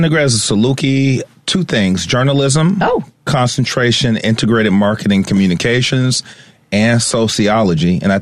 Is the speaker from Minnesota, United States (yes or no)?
no; Wheaton, Illinois, United States; born there; also born or lived in Bellwood, Illinois; But definitely grew up in Wheaton, Illinois. So I came at age in DuPage.